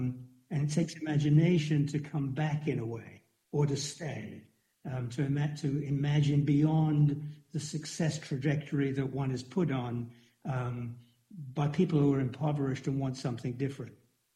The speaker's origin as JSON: {"language": "English", "region": "London", "country": "United Kingdom", "tie": "born or raised there", "said": "I grew up in the East End of London before it was a posh neighborhood, pretty run down. And my parents had a candy store, a sweet shop."}